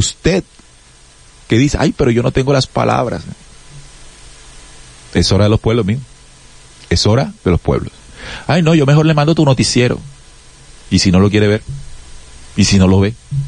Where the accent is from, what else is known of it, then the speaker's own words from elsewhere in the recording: Colombia; Más allá de izquierda y derecha, somos colombianos.